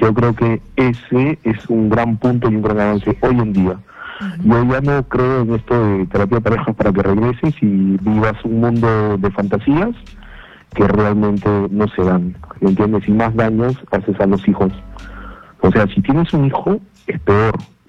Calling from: Chaclacayo, Lima, Peru; De Chaclacayo.

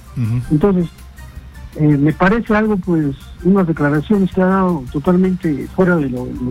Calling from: Cusco, Peru; No, soy un ciudadano de Cusco.

